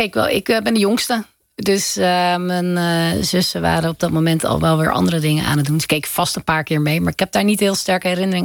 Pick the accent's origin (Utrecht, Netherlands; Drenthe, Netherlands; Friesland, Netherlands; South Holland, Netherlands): Utrecht, Netherlands; Zeist; In Zeist, dus dat is niet per se super buiten.